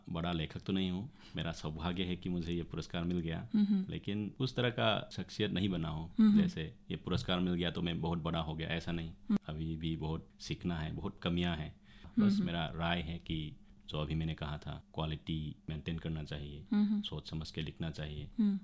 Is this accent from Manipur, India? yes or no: yes; Manipur, India; मैं खाबा मनिंग लाइकाई से हूँ, पीओ मंत्री पुखरी